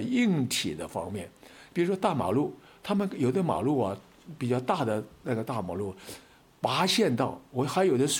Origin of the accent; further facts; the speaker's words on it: Hefei, Anhui, China; 上海到合肥，我是合肥人，安徽合肥人，家乡合肥，到合肥8分钟。